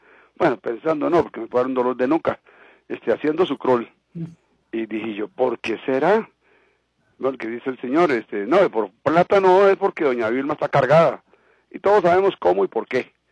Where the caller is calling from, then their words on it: San Isidro de El General, San José, Costa Rica; No, yo soy, no, de San Isidro General, allá por donde llaman el Bajo, el Guavo, San Juan de Dios. Ahí casi más cerquita.